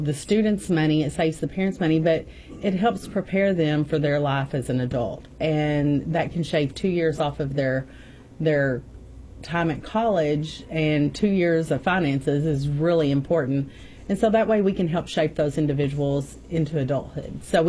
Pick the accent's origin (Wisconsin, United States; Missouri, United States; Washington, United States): Missouri, United States; Kennett; moved away as an adult; So I come from Southeast Missouri. I lived in Kennett, Missouri for 40 years, graduated from St. Hornersville High School